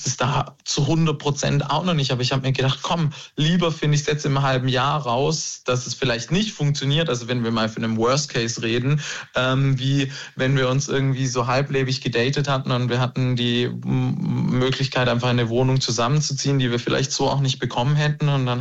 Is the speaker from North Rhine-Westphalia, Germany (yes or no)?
no; Baden-Württemberg, Germany; Ja, da ist es natürlich noch mal mehr als Schwabe, hat man da noch mal ein ganz anderes Auge drauf.